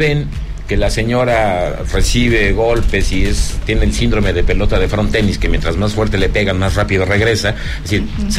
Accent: Mexico City, Mexico; O sea, yo hasta parece que nací en Jalpa, pero yo soy de la colonia Doctores de la Ciudad de México. Soy más autóctono, más artesanal.

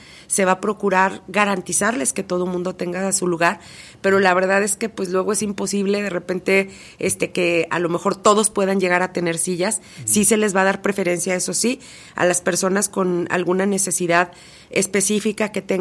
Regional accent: Mexico

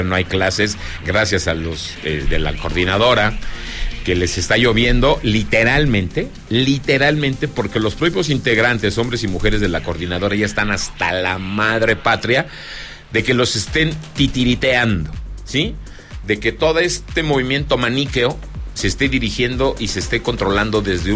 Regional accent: Zacatecas, Mexico; puede checarla en mi tierra, Zacatecas.

